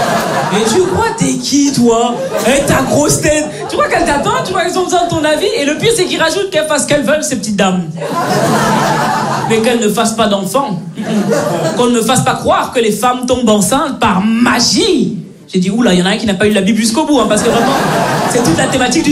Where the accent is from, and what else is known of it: Belgium; born or raised there